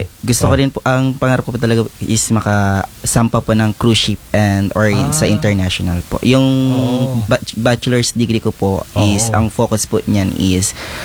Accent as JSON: {"language": "Tagalog", "town": "Gloria", "region": "Mimaropa", "country": "Philippines", "moved": "yes", "lives_now": "Bansud, Philippines", "said": "Ako po ay taga Gloria Oriental Mindoro po."}